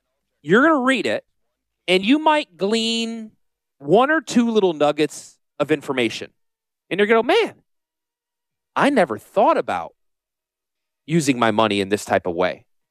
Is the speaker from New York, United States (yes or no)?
no; Connecticut, United States; also born or lived in Philadelphia / Utah; I am a damn Yankee. Born and raised in Connecticut, went to school in Philly, moved to Utah. I've been in the South longer than I lived in the North.